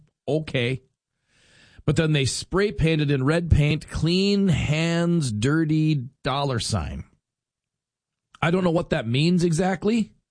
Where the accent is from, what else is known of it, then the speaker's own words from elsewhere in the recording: United States; as an American today